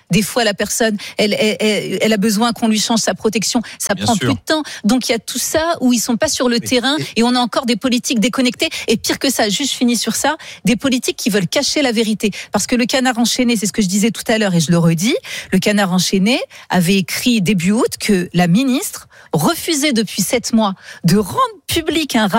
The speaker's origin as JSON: {"language": "French", "town": "Poitiers", "region": "Nouvelle-Aquitaine", "country": "France", "tie": "born or raised there", "said": "parce que j'ai grandi à Poitiers, donc mes amis sont aussi dans des petites villes, dans des villages"}